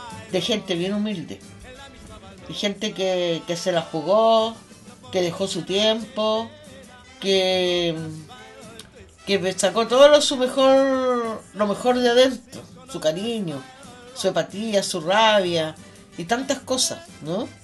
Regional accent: Chile; Siempre chilenos somos así. Si no somos nada japoneses, somos chilenos nomás medio desordenados

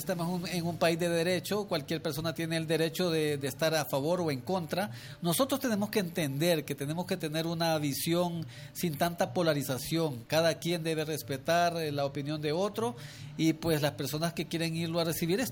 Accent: Honduras; now in El Progreso, Honduras; nosotros como hondureños

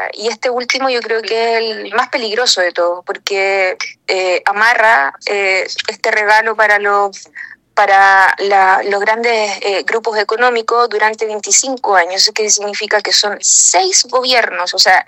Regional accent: Chile

